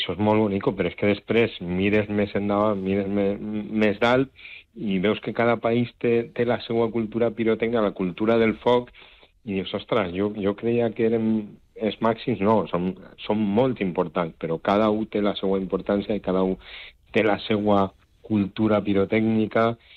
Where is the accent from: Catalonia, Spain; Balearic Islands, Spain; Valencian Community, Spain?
Valencian Community, Spain; Torrent; jo soc de València, soc de Torrent